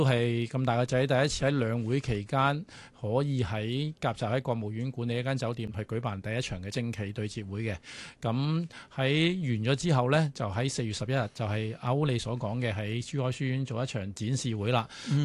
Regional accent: Hong Kong; 我本身係土生土長嘅香港人，咁亦都做過香港金融好多年啦。

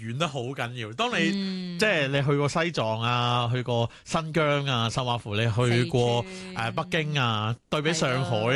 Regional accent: Hong Kong; 我哋香港人

